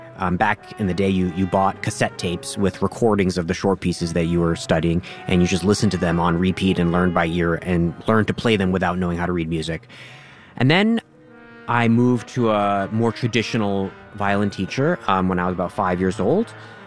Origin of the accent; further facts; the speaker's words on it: Boston, Massachusetts, United States; I grew up in Boston, and they were subscribers to the Boston Symphony